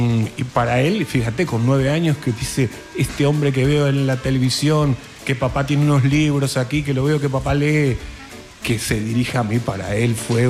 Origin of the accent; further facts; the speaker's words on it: Uruguay; moved away; Bueno, yo soy uruguayo. Hace 21 años que estoy aquí.